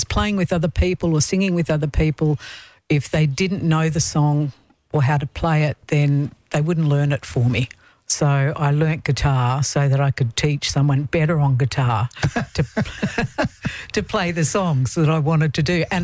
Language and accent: English; Victoria, Australia; moved away as an adult; also born or lived in Gippsland / Northern Rivers / Lismore; now in Grafton, Australia; I recently landed in Grafton. I grew up on a goat farm in central Victoria.